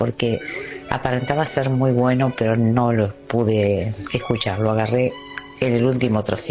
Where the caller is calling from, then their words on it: Tigre, Buenos Aires Province, Argentina; de Tigre.